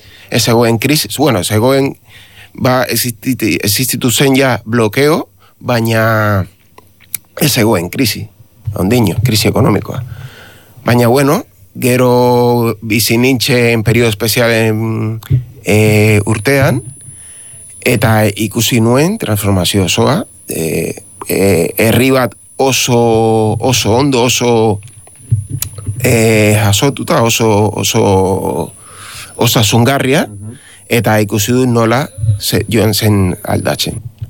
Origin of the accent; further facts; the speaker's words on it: Havana, Cuba; Basque is a second language; moved away as an adult; now in Amurrio, Spain; ni 50 urte ditut, jaio nintzen Kuban, noski, eta Habanan jaio nintzen